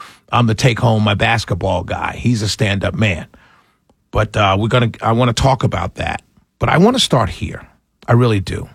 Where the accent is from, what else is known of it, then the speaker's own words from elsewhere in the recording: New York City, New York, United States; now in Atlanta, United States; born and raised in New York City, Harlem, a little village called Harlem in New York City. I've been down here about 27, 28 years. I love Atlanta. I love Georgia.